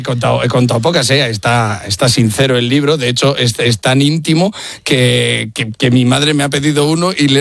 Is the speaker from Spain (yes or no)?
yes; Spain; soy del país de Miguel de Unamuno y Miguel de Cervantes.